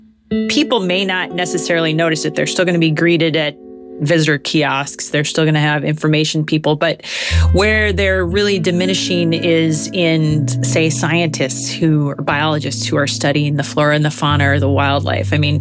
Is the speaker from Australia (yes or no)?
no; Midwest, United States; Yeah, I'm from the Midwest. I know that's probably bad advice, but I think their jobs are really hard right now.